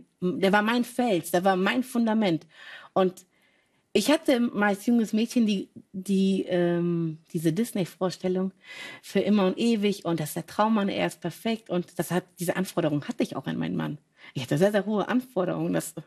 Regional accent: Germany; ich bin ja sehr westlich aufgewachsen. Ich bin da in Deutschland aufgewachsen.

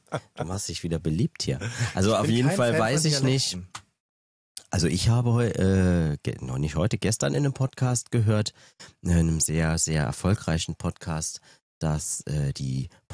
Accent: Trier, Rhineland-Palatinate, Germany; Ja, ich bin aus Trier.

